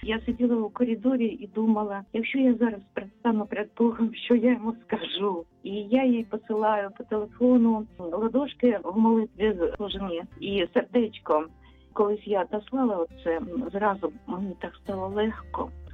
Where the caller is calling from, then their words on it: Kharkiv, Kharkiv Oblast, Ukraine; я з Харкова.